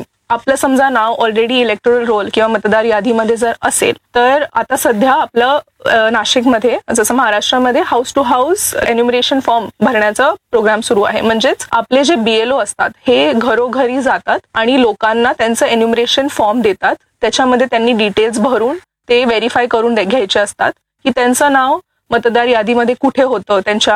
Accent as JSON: {"language": "Marathi", "town": "Thane", "region": "Maharashtra", "country": "India", "tie": "born or raised there", "also_born_or_lived": "Mumbai"}